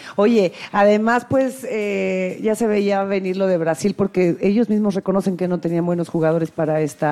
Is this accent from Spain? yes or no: no; Mexico; Seguimos siendo orgullosamente mexicanos